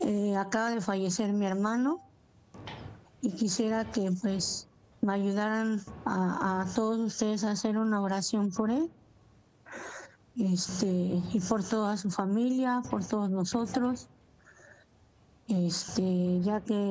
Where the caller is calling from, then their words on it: Tlalnepantla, State of Mexico, Mexico; De Tlalnepantla, Estado de México